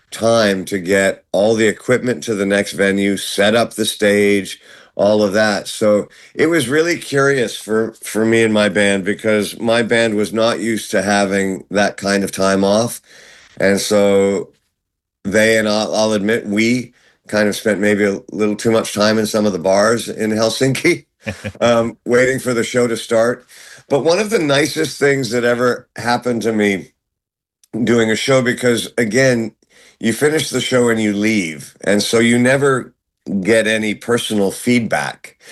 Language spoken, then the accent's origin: English; London, United Kingdom; born there; Yes, I was born in London at St. Mary's Hospital